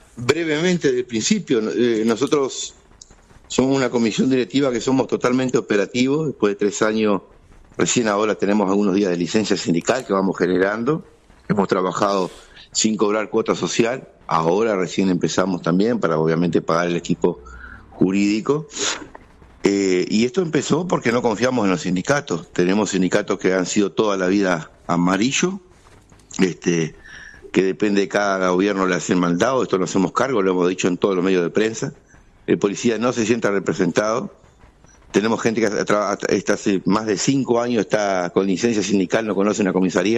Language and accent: Spanish; Cerro Chato, Uruguay; No, soy de Cerro Chato.